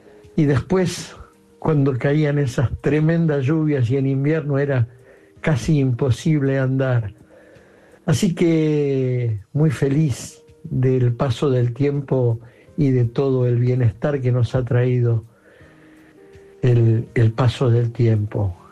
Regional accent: Glew, Buenos Aires Province, Argentina; En mi pueblo natal, sí, Gleu. A 35, a solo 35 kilómetros de la ciudad de Buenos Aires

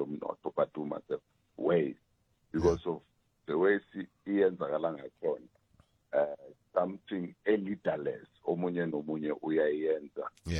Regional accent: South Africa; But I'm a South African

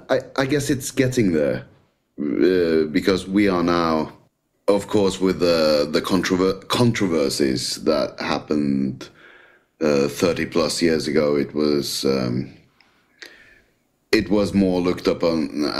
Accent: Norway; I'm from Norway

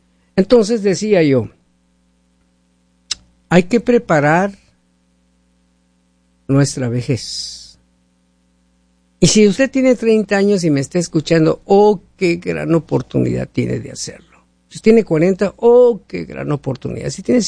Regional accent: Mexico; moved away; yo que soy mexicano, dejé México, pero México no deja mi corazón.

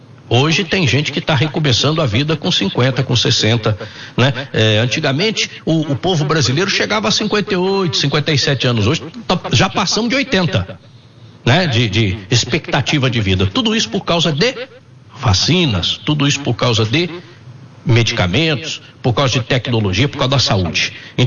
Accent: Minas Gerais, Brazil; born there; now in Campinas, Brazil; quando eu nasci, doutora, lá em Minas Gerais, morria muita criança

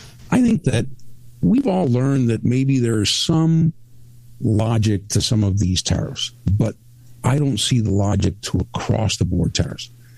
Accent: Mexico; born or raised there; also born or lived in Cuba / United States

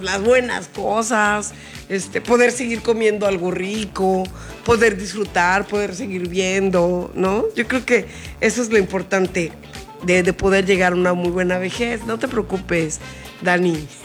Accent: Puebla, Mexico; moved away; allá de mi pueblo, de Puebla

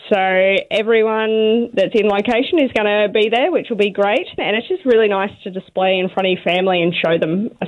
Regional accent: Springbrook, Queensland, Australia; Yes, I am from the Gold Coast. I'm from a little part of the hinterland called Springbrook, and my family is still all based at the Gold Coast.

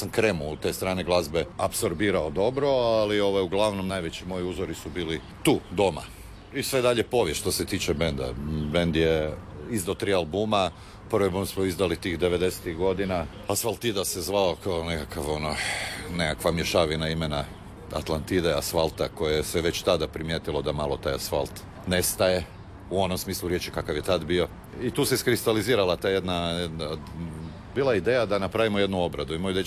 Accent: Zagreb, Zagreb County, Croatia; rođen sam tamo na Staroj Peščanici, ovaj, gdje su se odigravali u principu, a i zanimljivo je što su Smogovci snimani i u Trnju, tu gdje sam ja odrasao

